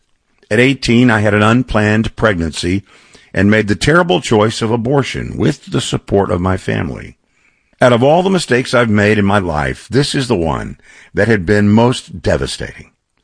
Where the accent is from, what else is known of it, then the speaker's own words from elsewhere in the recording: Texas, United States; It's not true in my home state of Texas.